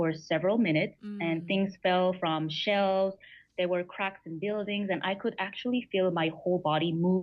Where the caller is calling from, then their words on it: Medellin, Antioquia, Colombia; And personally, I'm speaking from Medellin, right? So roughly 190 kilometers from the epicenter.